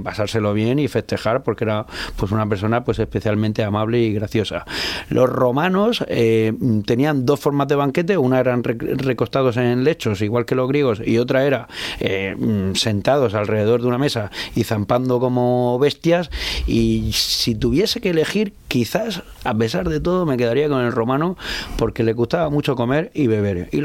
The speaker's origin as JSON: {"language": "Spanish", "region": "Region of Murcia", "country": "Spain", "said": "Y somos los murcianos de hoy."}